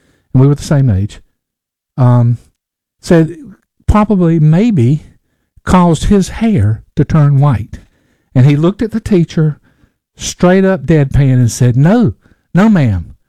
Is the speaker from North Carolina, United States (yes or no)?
yes; North Carolina, United States; born or raised there